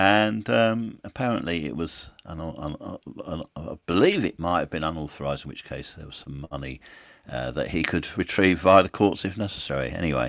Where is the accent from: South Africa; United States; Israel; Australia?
Australia; now in United Kingdom; being Australian